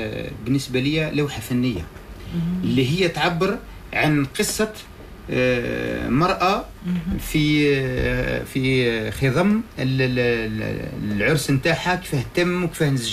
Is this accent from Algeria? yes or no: yes; Algeria; وإحنا بصفتنا كجزائريين